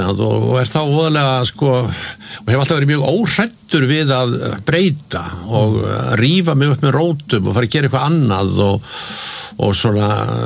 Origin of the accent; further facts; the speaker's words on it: Reykjavík, Capital Region, Iceland; Já, ég sko alveg upp í Laugarneskverfinu og, og, og hérna bjóð þar þegar ég var ungur maður og, og ég man eftir mér þar fyrst í 1635.